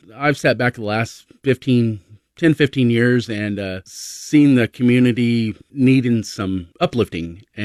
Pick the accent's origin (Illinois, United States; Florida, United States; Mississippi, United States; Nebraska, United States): Nebraska, United States; Cozad; I grew up in Cozad.